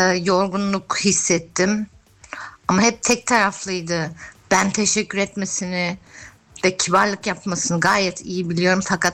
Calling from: Mörfelden-Walldorf, Hesse, Germany; Mörfel'le Waldorf'tan arıyorum.

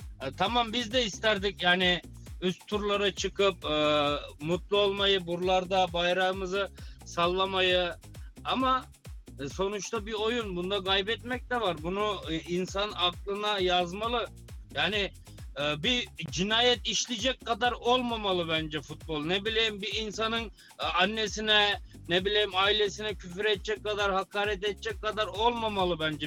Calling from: Berlin, Germany; ben Berlin'den.

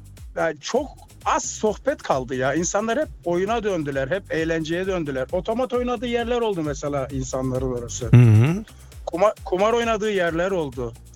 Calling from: Berlin, Germany

